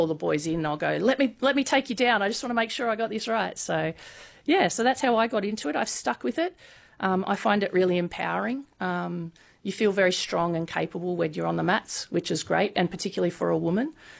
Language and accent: English; New South Wales, Australia; We've got, I think we've got 18 people coming from our region. We're all from the Illawarra.